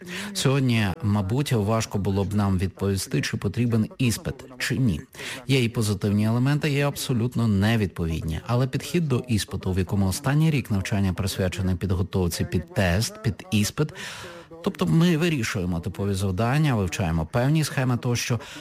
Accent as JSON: {"language": "Ukrainian", "town": "Braniewo", "country": "Poland", "tie": "born or raised there"}